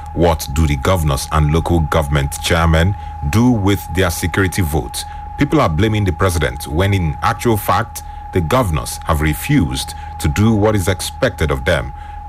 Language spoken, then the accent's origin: English; Nigeria; as Nigerian citizens